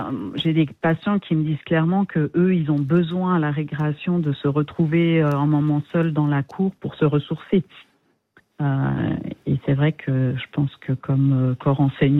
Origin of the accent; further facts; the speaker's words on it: Thailand; moved away; j'ai passé mon enfance en Thaïlande.